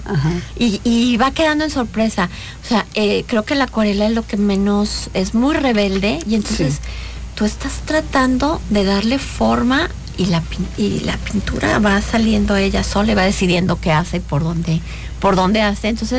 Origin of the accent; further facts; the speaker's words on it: Hermosillo, Sonora, Mexico; born there; also born or lived in Chihuahua / Guadalajara / Tampico / Mexico City; No, nací en Hermosillo. Y luego fue a Chihuahua, y luego Guadalajara, y luego Tampico, que es hermoso, luego el DF, y luego otra vez Chihuahua, y aquí.